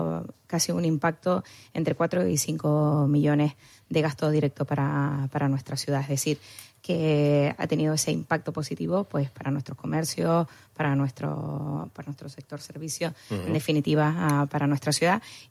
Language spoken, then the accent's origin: Spanish; Canary Islands, Spain; los problemas que tenemos cada día nosotros como canarios